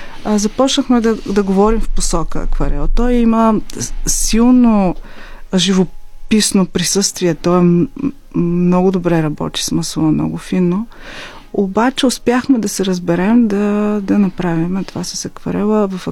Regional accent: Burgas, Burgas Province, Bulgaria; Ние двамата сме родом от Бургас

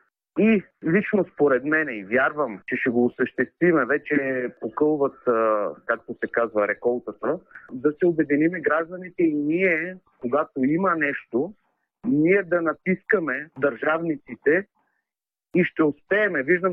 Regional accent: Pernik, Pernik Province, Bulgaria; от Перник съм

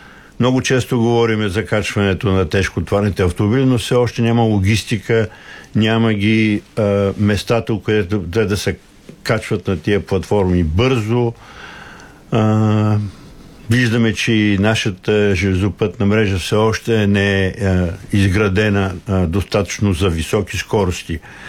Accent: Plovdiv, Plovdiv Province, Bulgaria; Аз съм от Пловдив, пътувах си редовно всяка седмица.

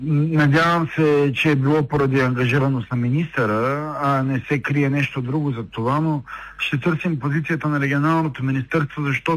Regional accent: Plovdiv, Plovdiv Province, Bulgaria; аз съм повечето дни от седмицата съм в Пловдив, аз съм пловдивчанин и си обичам града

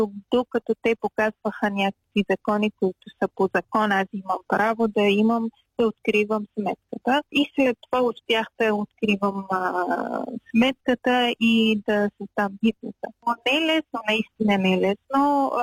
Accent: Afghanistan; Bulgarian is a second language; now in Bulgaria; защото съм от Афганистан

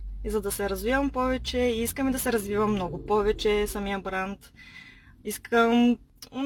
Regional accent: Kardzhali, Kardzhali Province, Bulgaria; born there; Родена съм в Кърджали. Моите родители са от тук. Мъжът, с който живея, е от тук.

